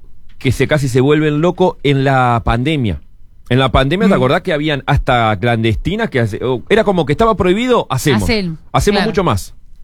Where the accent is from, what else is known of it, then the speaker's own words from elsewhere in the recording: Uruguay; somos nostalgiosos y sí, somos el uruguayo es así.